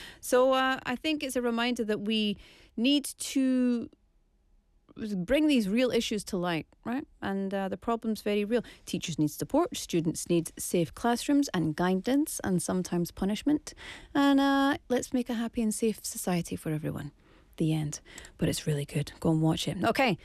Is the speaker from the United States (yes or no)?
no; Scotland, United Kingdom; For me, I grew up in Scotland, and for a long, long time, it was the teacher who was in charge.